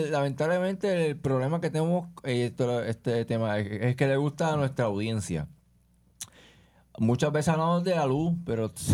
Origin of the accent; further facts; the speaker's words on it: Bayamón, Puerto Rico; Bueno, pero somos de Bayamón. Bueno, yo soy de Bayamón. Yo trabajo en Bayamón